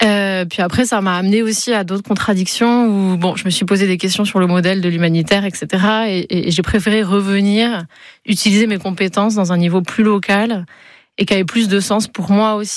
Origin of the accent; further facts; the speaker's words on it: Poitiers, Nouvelle-Aquitaine, France; born there; moved away as an adult; now in Basque Country, France; je suis née à Poitiers, donc on n'est pas tout à fait au Pays Basque. Mais après, très vite, moi j'ai eu envie de partir. Donc je suis partie faire mes études, j'ai travaillé à l'étranger, je suis revenue, enfin j'ai fait pas mal de choses et j'ai atterri au Pays Basque il y a maintenant 10 ans.